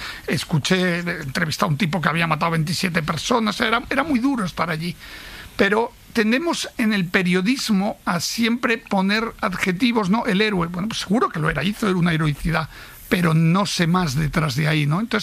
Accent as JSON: {"language": "Spanish", "country": "Italy", "said": "Yo soy también italiano, mi mujer es italiana"}